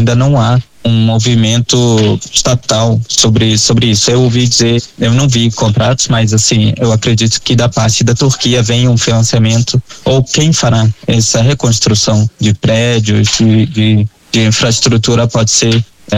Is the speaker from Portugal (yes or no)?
no; Syria; Portuguese is a second language; also born or lived in Brazil; Não tá muito claro, mas na minha percepção como sírio, né? Eu estive como refugiado no Brasil durante 15 anos por conta da guerra civil.